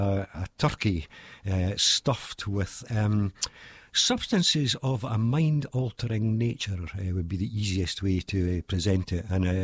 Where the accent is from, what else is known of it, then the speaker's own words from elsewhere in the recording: Dunfermline, Scotland, United Kingdom; my hometown of Dunfermline in Fife in Scotland.